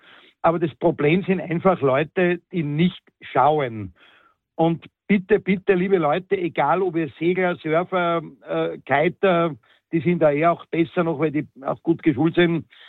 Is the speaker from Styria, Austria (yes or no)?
no; Salzburg, Austria; now in Obertrum am See, Austria; Ich bin am Wallersee mehr oder weniger aufgewachsen mit Booten, Elektroboot, Segelboot. Wir waren als junge Leute nur am Wasser. Und dazumals, ich bin auch kein ganz junger Mensch mehr